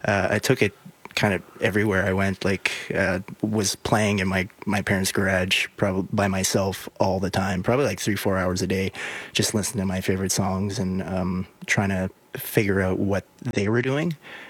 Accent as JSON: {"language": "English", "town": "Wabasca", "region": "Alberta", "country": "Canada", "tie": "born or raised there", "said": "Yeah, so I grew up in Wabasca. It's about 3 hours north of Edmonton. A little small town, you know, a little bit of municipality, a little bit of reserve."}